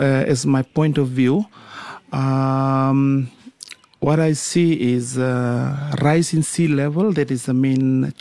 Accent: Waia Levu, Western Division, Fiji; actually I'm from Waia Levu village in the Tikina of Waia, and currently living in the village

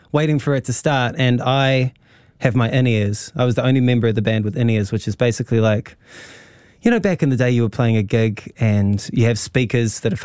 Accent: New Zealand; etched into me as a New Zealander. Maybe that makes me somewhat of a failure as a New Zealander.

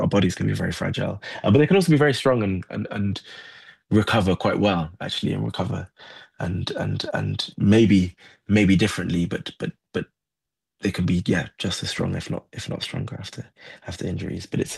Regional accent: Nottingham, East Midlands, United Kingdom; born or raised there; now in London, United Kingdom

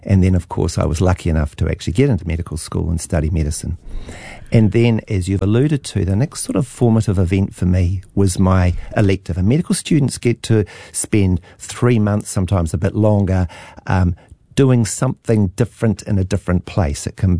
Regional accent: Waiheke Island, Auckland, New Zealand; So I was a young lad growing up on Waiheke before Waiheke became famous. And then it was a community of about 4,000 people. The only access to Auckland was by a slow ferry, 2.5 hours each way. So we sort of stayed on Waiheke.

